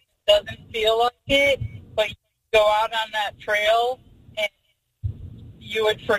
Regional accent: Park Forest, Illinois, United States; I grew up in Park Forest.

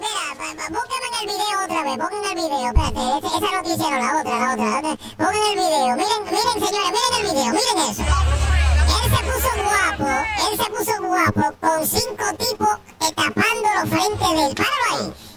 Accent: Capotillo, Distrito Nacional, Dominican Republic; No, porque soy de Capotillo.

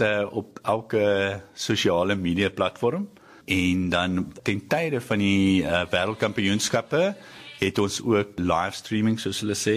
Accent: Cape Town, Western Cape, South Africa; born there; ek is gebore daar in Oranjezig

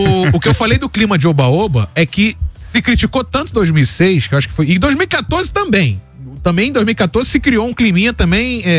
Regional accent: Brazil; Ah, porque a gente é brasileiro.

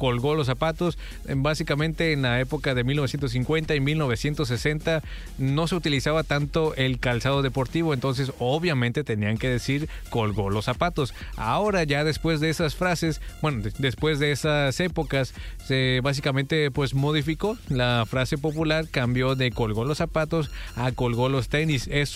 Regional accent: Mexico; así somos los mexicanos y tenemos mucha, mucha historia

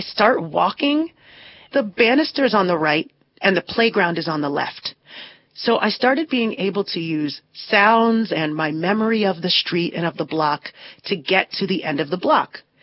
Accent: Nigeria; now in New York, United States

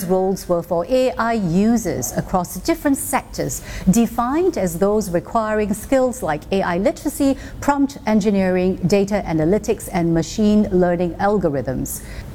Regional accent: Singapore; I'm very Singaporean, I must get a star.

